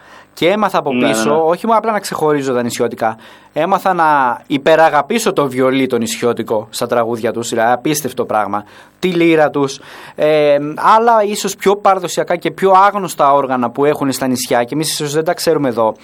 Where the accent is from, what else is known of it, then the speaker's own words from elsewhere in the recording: Figaleia, Western Greece, Greece; από τη Φιγαλία που είμαι εγώ